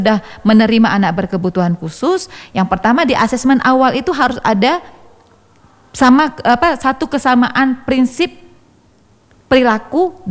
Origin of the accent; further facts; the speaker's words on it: Takengon, Aceh, Indonesia; saya tuh besar di kecilnya di Takengon, dan saya melihat keluarga saya tuh pandai-pandai pedih bicara bahasa Gayo.